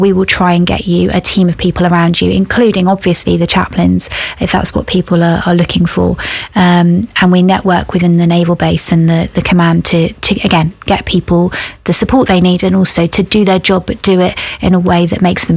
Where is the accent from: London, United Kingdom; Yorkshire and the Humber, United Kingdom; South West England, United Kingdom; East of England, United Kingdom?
South West England, United Kingdom; Plymouth; born there; I was born in Plymouth, but my dad's Cornish